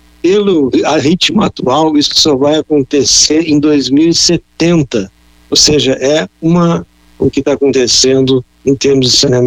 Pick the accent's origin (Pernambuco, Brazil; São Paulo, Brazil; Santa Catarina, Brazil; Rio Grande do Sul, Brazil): Rio Grande do Sul, Brazil; Porto Alegre